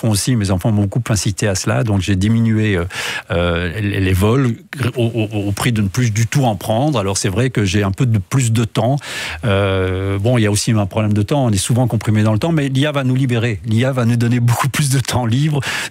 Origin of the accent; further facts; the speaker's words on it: Rome, Lazio, Italy; Voilà, je suis originaire en fait de Rome.